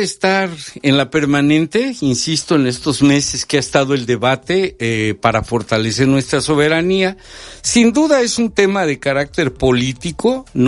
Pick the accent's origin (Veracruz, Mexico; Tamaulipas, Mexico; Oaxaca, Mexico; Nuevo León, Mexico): Veracruz, Mexico; Menos yo como veracruzano, cuatro veces heroico, y voy por la quinta si es necesario.